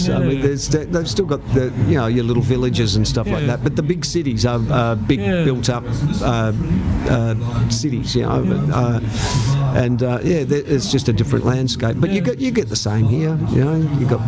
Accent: Malmsbury, Victoria, Australia; But we're both Central Goldfields locals. I'm from Malmesbury.

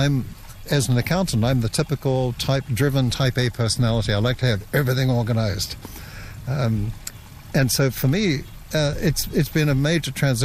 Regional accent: New Zealand; I grew up in New Zealand. And in New Zealand, as a post-war baby, we grew up in a much more frugal society than we are now.

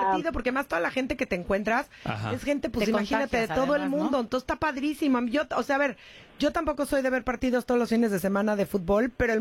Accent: Mexico; La cosa es que yo, como mexicana, pues, si me hubiera gustado ver

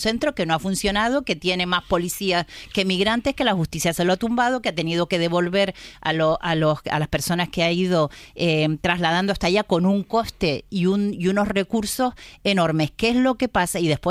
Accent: Canary Islands, Spain

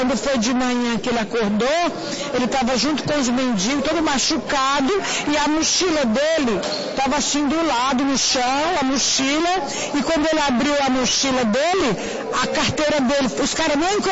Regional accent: Itapevi, São Paulo, Brazil; Eu venho de Itapevi.

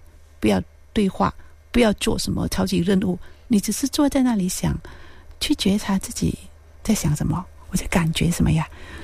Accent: Bilut, Pahang, Malaysia; 我来自彭亨玻璃口新村，我们村里头有一个民众图书馆，65年的民众图书馆

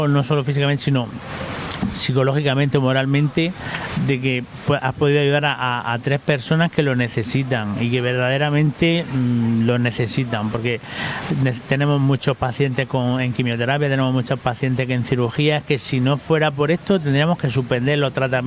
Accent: Águilas, Region of Murcia, Spain; voy a barrer un poco para mi pueblo en el auditorio de Águila

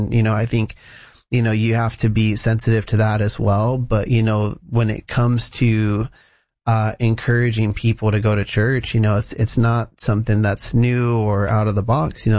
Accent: California, United States; moved away as an adult; now in Portland, United States; So we grew up in Southern California. I've lived everywhere in Southern California. We've lived in Hacienda Heights, West Covina, Diamond Bar, all over the place, Glendora, you name it. I've lived there. But we last lived in Diamond Bar before moving up.

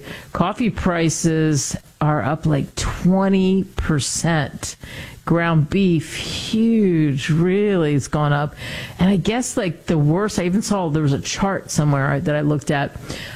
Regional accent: California, United States; born or raised there

